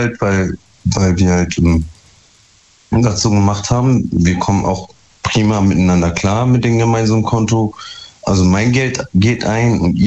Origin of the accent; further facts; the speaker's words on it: Duisburg, North Rhine-Westphalia, Germany; Ich komme aus Duisburg.